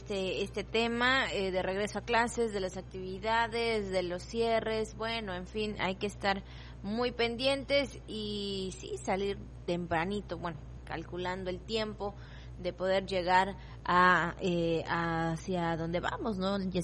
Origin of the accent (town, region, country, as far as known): Mexico